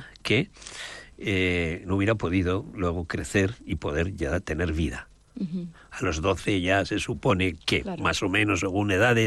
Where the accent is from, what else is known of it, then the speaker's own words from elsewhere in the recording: Aragon, Spain; Yo soy de Aragón.